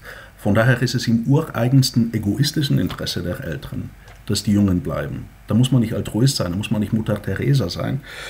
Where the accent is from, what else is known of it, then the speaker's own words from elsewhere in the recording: Bulgaria; Meine Heimat Bulgarien ist ja von 9 Millionen Menschen 89 auf heute 6 Millionen implodiert.